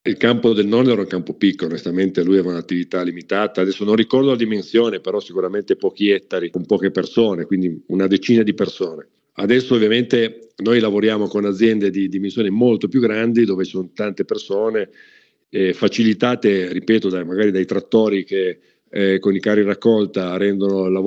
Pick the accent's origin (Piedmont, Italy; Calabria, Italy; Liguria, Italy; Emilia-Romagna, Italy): Piedmont, Italy; Turin; born there; Mio nonno ovviamente abitava, è rimasto ad abitare a Cornigliano d'Alba, mentre io sono nato a Torino, dove mio padre si era trasferito per svolgere l'attività appunto di commercio d'ingrosso.